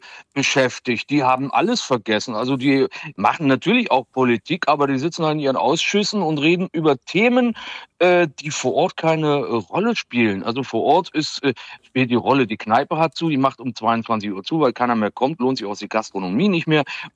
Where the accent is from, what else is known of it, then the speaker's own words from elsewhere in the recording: Sangerhausen, Saxony-Anhalt, Germany; born there; moved away; ich komme aus Sangerhausen, Mansfeld Südarzt, der älteste Landkreis der Bundesrepublik. Der älteste Landkreis der Bundesrepublik